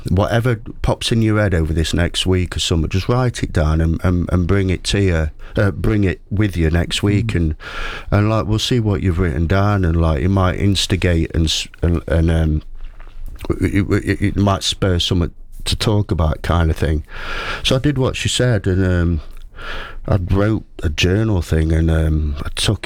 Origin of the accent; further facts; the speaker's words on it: Mansfield, East Midlands, United Kingdom; I've been recognised as a writer, and I'm obviously from Mansfield.